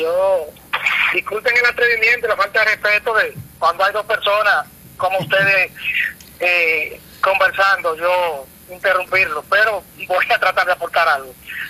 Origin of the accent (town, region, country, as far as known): Dominican Republic